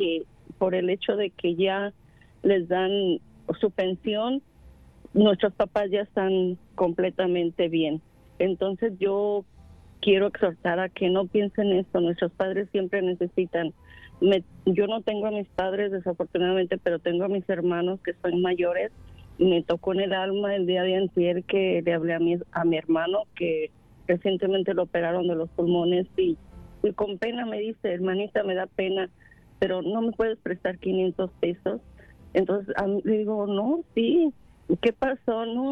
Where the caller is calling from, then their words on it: Mexico; como yo que soy de México